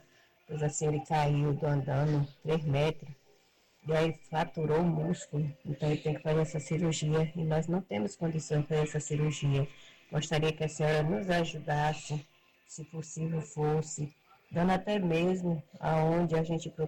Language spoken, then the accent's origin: Portuguese; Oliveira dos Campinhos, Bahia, Brazil; sou de Oliveira dos Campinhos.